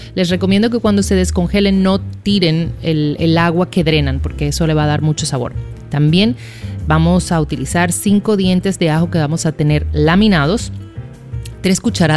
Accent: Dominican Republic; me he pasado unos días allá y pues como buena dominicana, pues se pegan todos los acentos, ¿no?

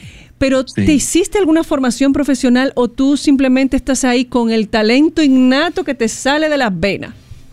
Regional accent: Dominican Republic; nosotros los dominicanos, cuando emigramos

